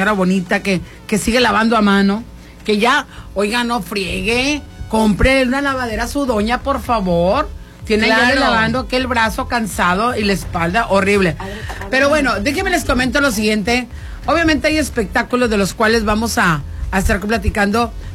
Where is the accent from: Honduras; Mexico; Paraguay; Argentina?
Mexico; Mazatlán, Sinaloa; el gran orgullo de ser de Mazatlán? Porque algo ocurre con los mazatlecos que nos sentimos realmente muy orgullosos.